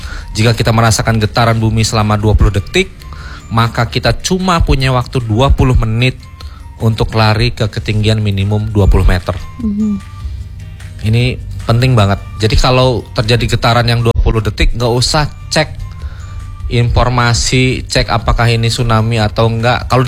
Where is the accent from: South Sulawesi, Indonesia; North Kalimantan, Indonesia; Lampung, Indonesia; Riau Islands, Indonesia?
Lampung, Indonesia; Bandar Lampung; Walaupun saya orang Bandar Lampung